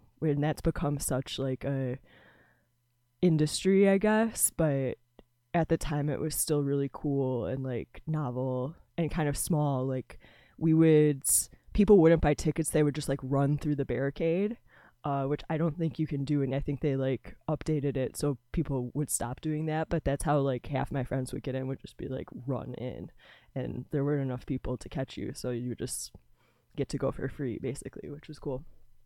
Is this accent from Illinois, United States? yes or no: yes; Chicago, Illinois, United States; I'm from Chicago, so growing up, like, Lollapalooza was a huge deal. But I actually didn't really like land in Chicago until 2005